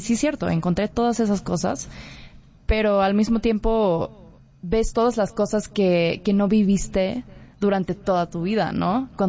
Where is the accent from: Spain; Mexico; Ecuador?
Mexico; Siendo mexicana y no hablar en español, me hizo dudar mucho en esa identidad mía, que era, yo soy mexicana, pero ¿y entonces por qué?